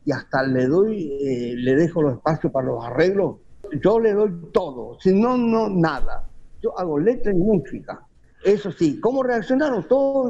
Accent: Argentina; Somos argentinos y qué tanto lío.

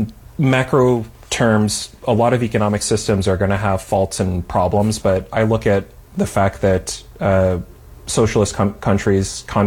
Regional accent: United States; born there; Oh, I was born in the United States. I live here. My life is here.

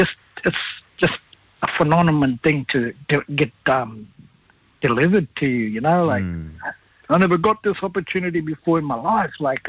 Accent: Kuranda, Queensland, Australia; Well, I'm from Coranda, just a little place up in the rainforest from Cairns. My tribe is Jabbagai and Western Yalanji.

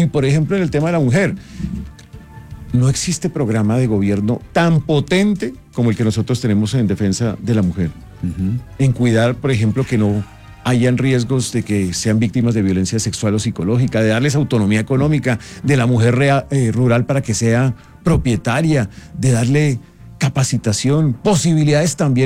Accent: Colombia; todos somos colombianos

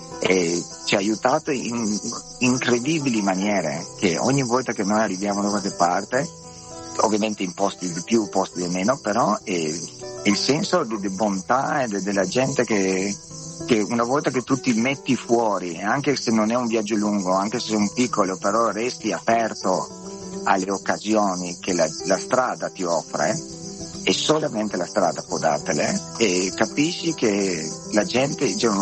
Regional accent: Trieste, Friuli-Venezia Giulia, Italy; moved away as an adult; now in Australia; sono nato a Trieste e ho abitato là fino a quando avevo 19 anni.

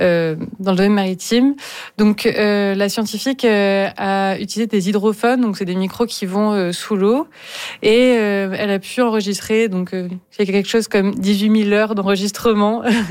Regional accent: Toulouse, Occitanie, France; Oui, je suis française.

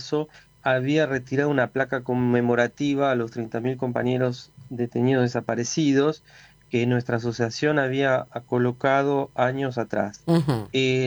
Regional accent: Argentina; now in Paris, France; Bueno, mirá, acá la comunidad argentina estuvo muy movilizada.

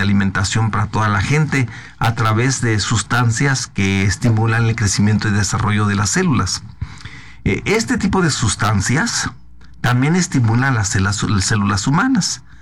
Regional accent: Oaxaca, Mexico; yo soy del estado de Oaxaca y le estaba diciendo que nacimos allá en una parte muy, muy apartada de todo.

